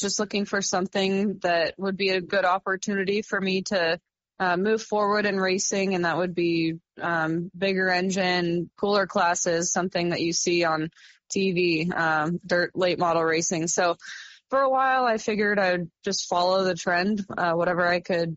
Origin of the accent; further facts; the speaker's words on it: Arizona, United States; I grew up in Arizona, lived there my whole life, and my dad got my brother and I started in asphalt go-karts.